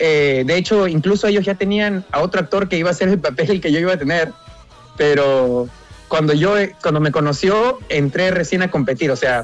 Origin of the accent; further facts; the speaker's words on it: Lima, Peru; now in South Korea; Yo crecí en Chorrillos, en Lima.